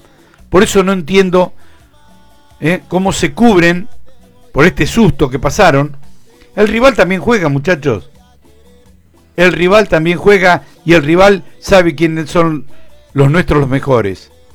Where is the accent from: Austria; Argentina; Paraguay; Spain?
Argentina; quería opinar como argentino, como aficionado al fútbol.